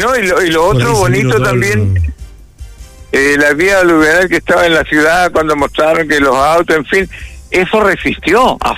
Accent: Chile; Somos así los chilenos

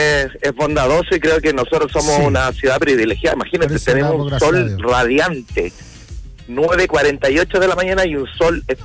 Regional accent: Santiago, Santiago Metropolitan Region, Chile; Yo nací, me crié en Santiago con los temporales que duraban 6-7 días.

